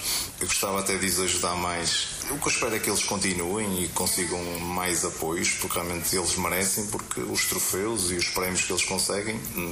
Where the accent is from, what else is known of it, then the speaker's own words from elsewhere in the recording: Alpendrada, Porto, Portugal; Passamos noutros locais e as pessoas, quando dizemos que somos de Alpendrada, as pessoas reconhecem-nos